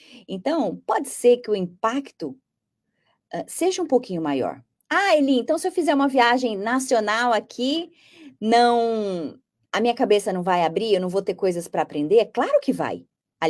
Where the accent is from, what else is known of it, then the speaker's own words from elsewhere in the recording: Brazil; now in France; Eu sou brasileira com muito orgulho. Não adianta eu ir para morar em outro lugar achando que agora eu vou ser francesa. Não tem como, a essência não muda. Não muda. Ah, alguns costumezinhos. Pode até influenciar, mas quem a gente é mesmo? Não tem como. Eu nasci no Brasil.